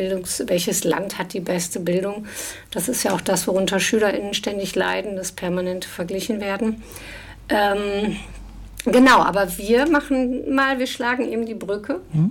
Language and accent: German; West Germany, Germany; ich bin in Westdeutschland groß geworden